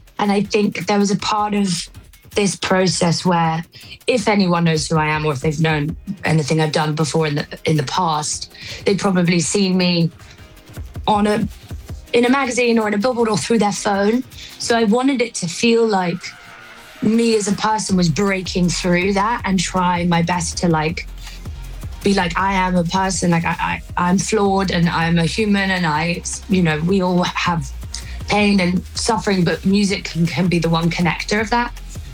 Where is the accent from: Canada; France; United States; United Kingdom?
United Kingdom; England; I think as an English person